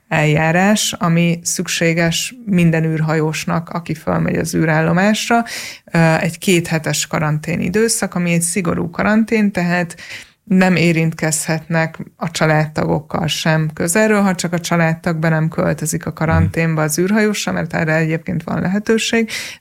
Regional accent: Hungary; first language Hungarian; én magyar vagyok, ő is magyar, és mi voltunk az egyetlen magyarok

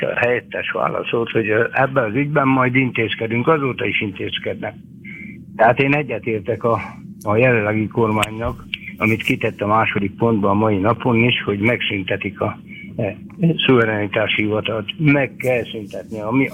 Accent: Fejér, Hungary; born there; moved away; elmondom én a település nevét is, Mátyásgomb, 33 évig szolgáltam, ott születtem, 1952-ben első anyakönyvezet vagyok.

